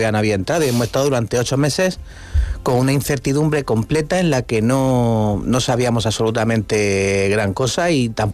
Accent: Cartagena, Region of Murcia, Spain; Soy de Cartagena, nací aquí, tengo toda la vida viviendo aquí.

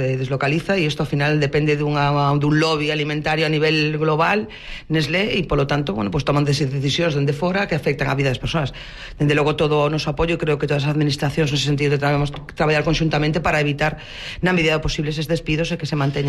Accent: Galicia, Spain; repetimos, somos de Arousa

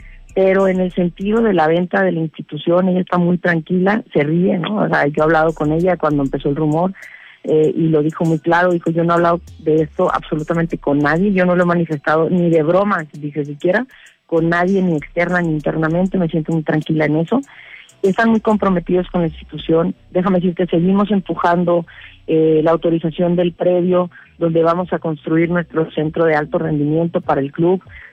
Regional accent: Juárez, Chihuahua, Mexico; yo soy de Juárez, estos chavos traen Juárez en su escudo, y yo tengo que ir a exigir que representen bien a mi ciudad, ¿no?

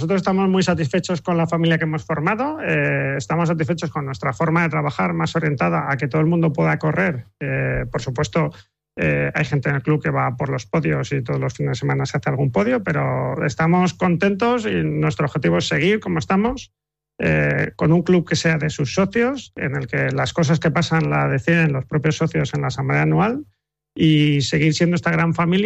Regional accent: Elche, Valencian Community, Spain; donde vayamos queremos que la gente sepa que somos de Elche.

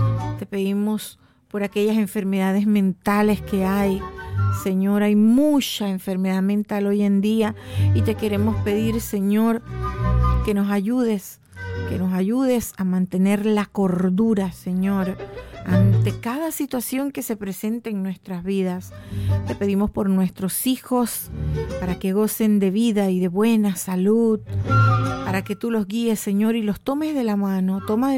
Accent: Monagrillo, Herrera, Panama; born there; las patronales de mi pueblo, hermoso, mi pueblito, mi tierrita hermosa, Monagrillo

